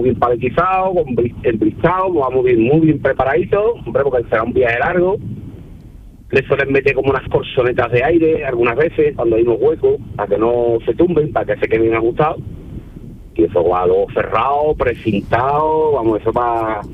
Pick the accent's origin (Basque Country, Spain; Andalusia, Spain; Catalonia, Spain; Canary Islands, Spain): Andalusia, Spain; Jerez de la Frontera; yo soy de Jerez de la Frontera, de Cádiz, de aquí.